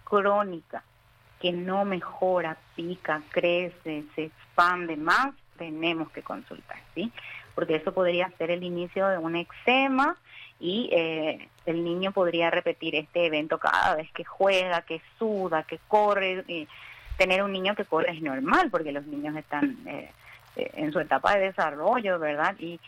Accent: Paraguay; Nosotros somos paraguayos, tenemos calor siempre. Así que el hecho de vivir en Paraguay

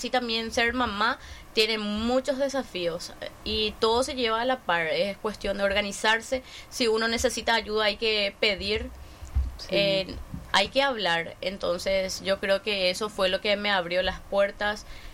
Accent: Curuguaty, Canindeyú, Paraguay; Yo me fui trasladada a Curuguaty justamente porque soy de Curuguaty

